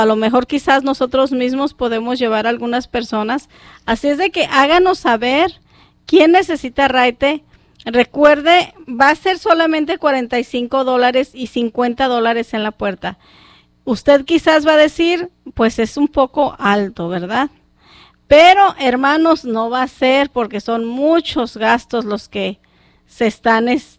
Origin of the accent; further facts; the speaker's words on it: Mexico; Muchos de nosotros somos de México, de Michoacán, de Jalisco, de Colima, de Zacatecas, de Guanajuato, y de ahí párale de contar, ¿verdad?